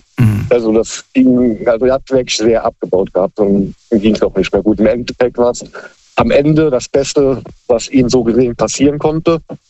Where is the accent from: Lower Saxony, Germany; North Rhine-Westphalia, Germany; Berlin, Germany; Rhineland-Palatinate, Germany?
Rhineland-Palatinate, Germany; Ich komme aus dem Raum Koblenz.